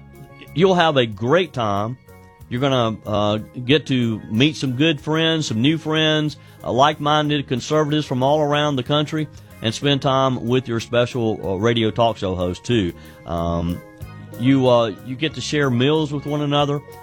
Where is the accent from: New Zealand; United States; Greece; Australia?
United States; South Carolina; I know in my home state of South Carolina